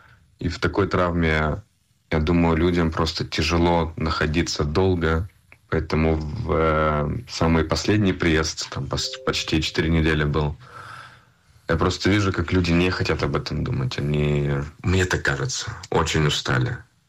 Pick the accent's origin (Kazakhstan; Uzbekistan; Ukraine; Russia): Russia; moved away as an adult; also born or lived in Israel / United States; я россиянин. Я 100% россиянин. Израильтянин, да.